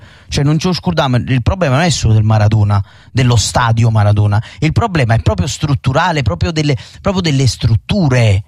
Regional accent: Naples, Campania, Italy; perché io sono napoletano e amo tutta la mia città.

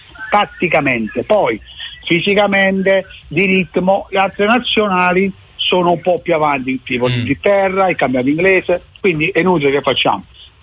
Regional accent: Naples, Campania, Italy; chi nasce là nasce con una marcia in più, ma non perché siamo napoletani

